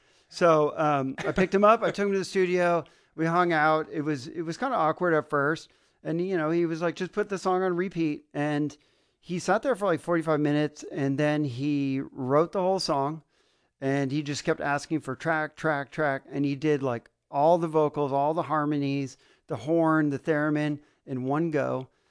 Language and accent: English; California, United States; Yeah, I'm basically from the Bay Area, San Francisco, Palo Alto, Santa Cruz, Redwood City.